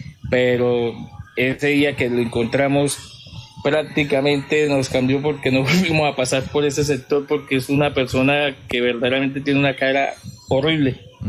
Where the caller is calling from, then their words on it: Piedecuesta, Santander, Colombia; De Piedecuesta, Santander.